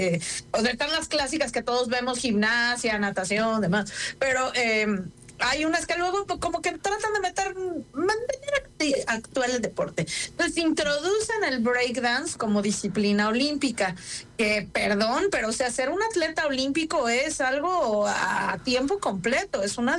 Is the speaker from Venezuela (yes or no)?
no; Mexico; me justifico por ser mexicana